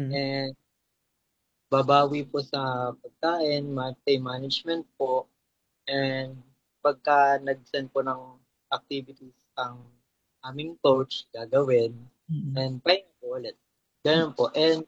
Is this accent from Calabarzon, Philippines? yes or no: yes; Cardona, Calabarzon, Philippines; Taga-Cardona po ako.